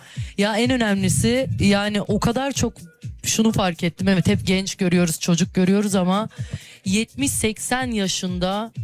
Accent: Adana, Turkey; bir tek memleketim Adana'ya gidememiştim.

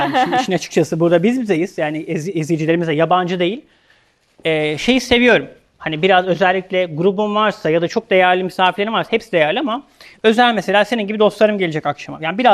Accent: Denizli, Turkey; Ben Ege'liyim, Denizliliyim

